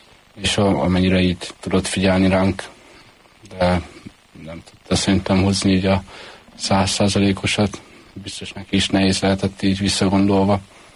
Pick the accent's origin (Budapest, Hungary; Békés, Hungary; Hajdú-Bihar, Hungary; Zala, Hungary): Budapest, Hungary; Hát Budapesten születtem, a 8. kerületben, 2006-ban, 4.-15. áprilisban.